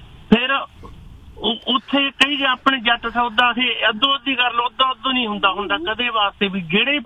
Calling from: Bathinda, Punjab, India; ਪਹਿਲੇ ਮੈਂ ਬਠਿੰਡੇ ਤੋਂ ਆ

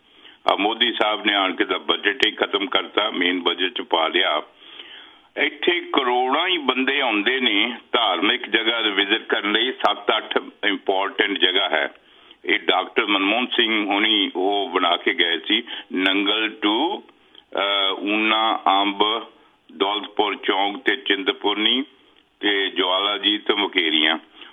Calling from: Hoshiarpur, Punjab, India; ਮੈਂ ਵੀ ਹੁਸ਼ਿਆਰਪੁਰ ਤੋਂ ਹਾਂ

